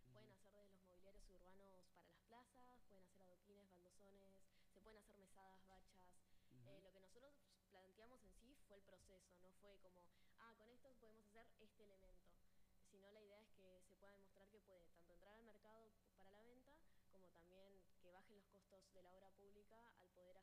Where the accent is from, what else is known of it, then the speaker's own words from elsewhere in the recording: Neuquén, Argentina; Somos dos de acá en Neuquén